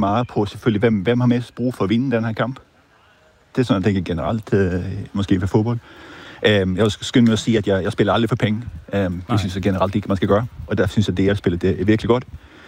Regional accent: Sweden; Danish is a second language; now in Denmark; Jeg er fra Sverige.

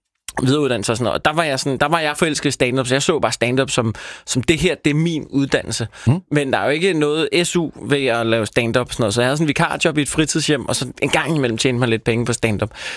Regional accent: Copenhagen, Capital Region of Denmark, Denmark; Og jeg er jo ærke københavner

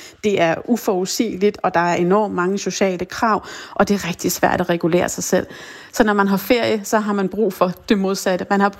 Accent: Capital Region of Denmark, Denmark; men jeg gætter på, at hvis jeg ikke har opdaget det som bornholmer, så har min målgruppe måske heller ikke i tilstrækkelig grad opdaget det her fantastiske tilbud.

